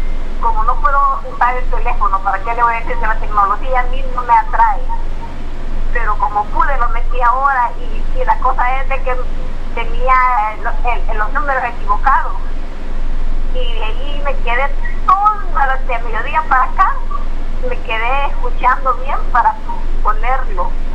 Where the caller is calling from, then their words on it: San Miguel, El Salvador; Le hablo de acá, de San Miguel, Ruta Militar, Salida Santa Rosa, en Lima, Colonia Monterrato.